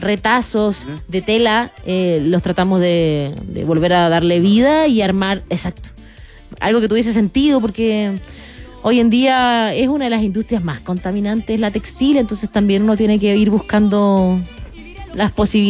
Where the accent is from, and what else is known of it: Coquimbo, Chile; born or raised there